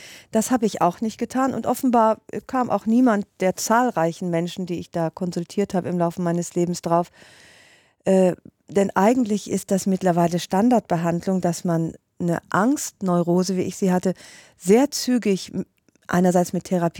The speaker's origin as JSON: {"language": "German", "region": "Rhineland", "country": "Germany", "also_born_or_lived": "Hungary", "said": "weil ich bin ja Rheinländerin und Ungarin"}